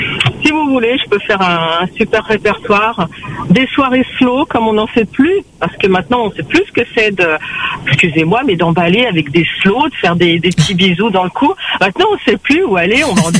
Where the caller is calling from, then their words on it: Réunion; moi, je suis à moitié italienne, mais réunionnaise en même temps. Je suis moitié-moitié. Et donc, tous les ans, je vais en Italie voir ma famille italienne et je passe le reste de l'année sur l'île de la Réunion.